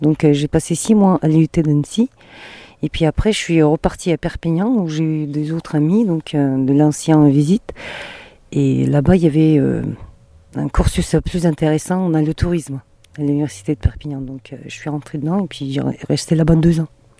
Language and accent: French; Ulaanbaatar, Mongolia; French is a second language; Tout à fait, parce que je suis native d'Oulan-Bator et puis ma famille, elle voyageait pas beaucoup. Et puis, j'ai voyagé en Russie, j'ai voyagé en France, mais j'ai jamais voyagé en Mongolie avant.